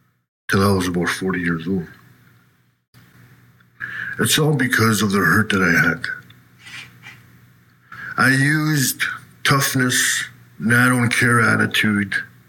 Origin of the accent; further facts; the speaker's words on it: North Caribou Lake, Ontario, Canada; Yeah, I'm from North Caribou Lake, also known as Round Lake, Yakima Lake.